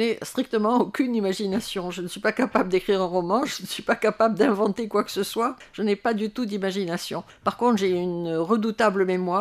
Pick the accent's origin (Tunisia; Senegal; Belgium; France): Tunisia; born there; moved away; Bon, je suis née en Tunisie, donc je recherche plus ou moins quelque chose qui me manque depuis que j'ai quitté la Tunisie.